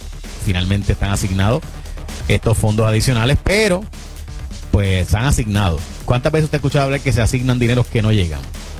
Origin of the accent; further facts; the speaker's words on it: Carolina, Puerto Rico; Ok, somos de Carolina y venimos guillados. Somos de Carolina.